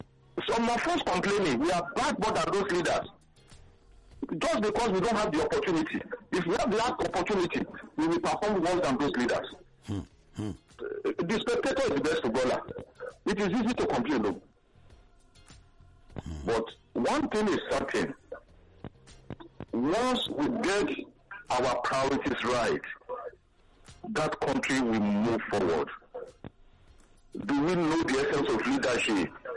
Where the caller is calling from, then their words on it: Lagos, Nigeria; I'm calling from Ipaja here.